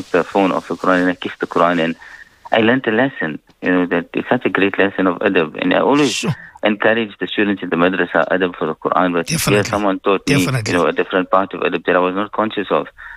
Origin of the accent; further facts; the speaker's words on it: South Africa; It's the only citizenship that we hold. I mean, we are South African. And we say it with pride, you know.